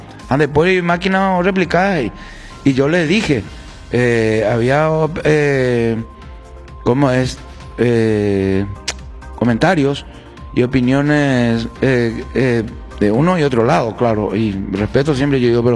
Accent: Colombia; now in Paraguay; Bueno, como colombiano y como colombiano viviendo en Paraguay, puedo decir que amo el cocido con chipas.

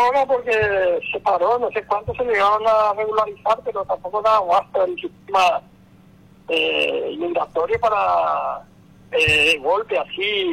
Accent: Paraguay; nosotros en Paraguay

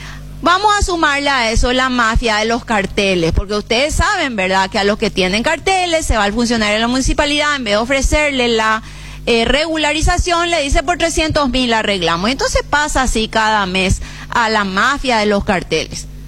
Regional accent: Asunción, Paraguay; Yo soy asuncena.

